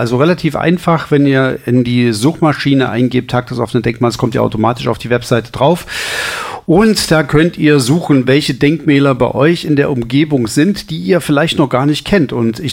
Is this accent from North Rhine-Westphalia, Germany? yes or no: no; Altenburg, Thuringia, Germany; born or raised there